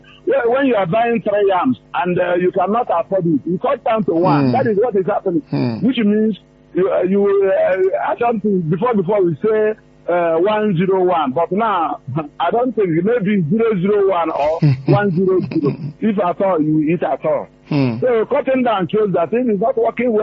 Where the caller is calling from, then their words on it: Ibadan, Oyo, Nigeria; from Elebu.